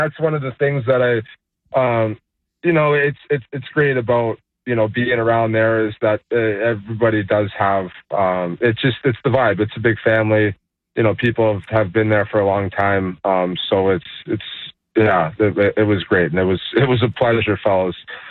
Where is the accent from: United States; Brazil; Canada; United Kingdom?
Canada; now in Calgary, Canada; growing up as a Canadian kid